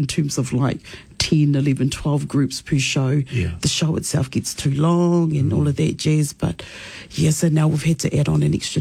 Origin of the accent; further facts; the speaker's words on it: Lower Hutt, Wellington, New Zealand; So, yeah, I'm from the Hutt, born and bred.